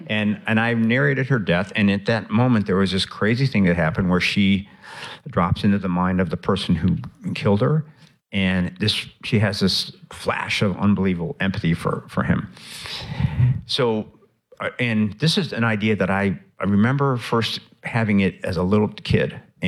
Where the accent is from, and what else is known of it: Chicago, Illinois, United States; born or raised there